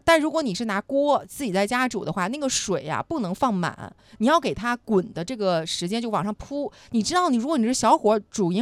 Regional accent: northern China, China; 我们北方也是煲汤的

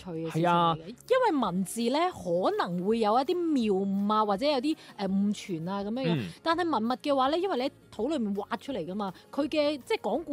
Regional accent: Guangzhou, Guangdong, China; 我咁啊，梗係啦，土生土長土

